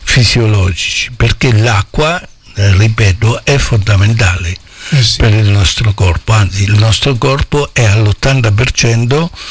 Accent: Montappone, Marche, Italy; born there; detto da me che sono nato a Montappone, che dove i cappelli si fanno per tutto il mondo

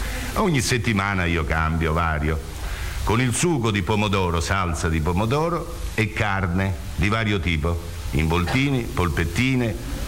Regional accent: Rome, Lazio, Italy; Sì, io sono romano e la domenica io compio un'azione che non mi permette più di muovermi.

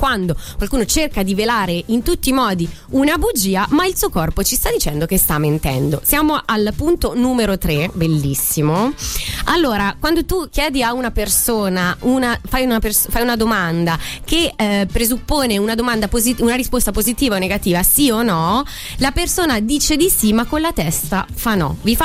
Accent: Tuscany, Italy; sono toscana

